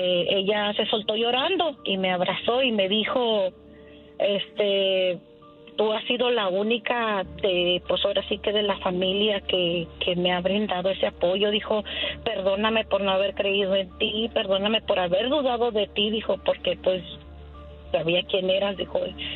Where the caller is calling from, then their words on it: Oklahoma, United States; Desde Oklahoma